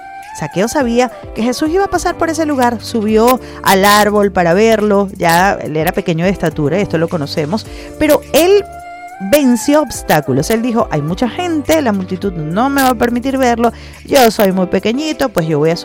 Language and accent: Spanish; Venezuela; tú y yo como venezolanos, como nación